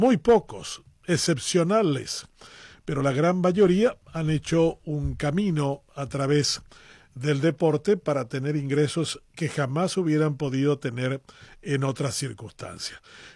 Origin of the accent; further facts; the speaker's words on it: Paraguay; Nosotros tenemos casi la mitad de nuestra población viviendo fuera del Paraguay